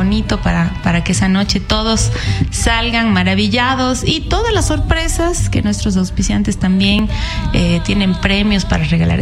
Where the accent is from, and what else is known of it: Ecuador